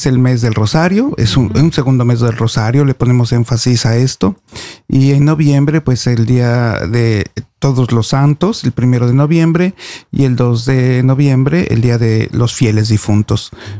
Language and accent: Spanish; Mexico; Ojalá y los mexicanos podamos dar ese testimonio, ¿verdad?